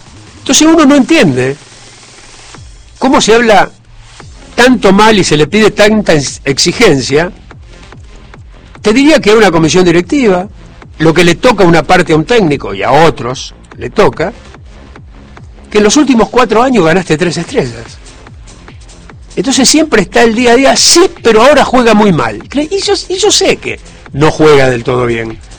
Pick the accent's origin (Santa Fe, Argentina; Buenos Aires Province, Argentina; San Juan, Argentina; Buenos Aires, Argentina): Santa Fe, Argentina; Rosario